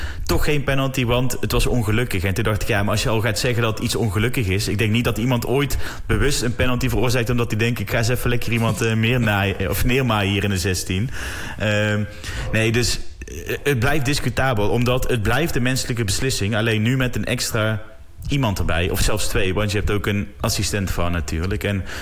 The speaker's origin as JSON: {"language": "Dutch", "country": "Netherlands"}